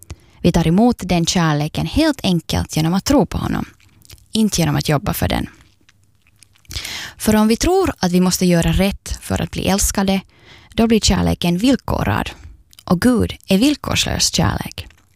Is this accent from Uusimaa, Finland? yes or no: yes; Ekenäs, Uusimaa, Finland; jag är från Ekenäs och du lyssnar på Andrum.